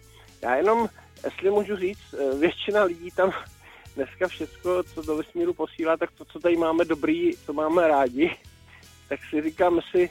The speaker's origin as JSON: {"language": "Czech", "town": "Brno", "region": "South Moravian Region", "country": "Czechia", "said": "Kamarád, já jsem teda z Brna, takže kamarády z 52 ještě, jo."}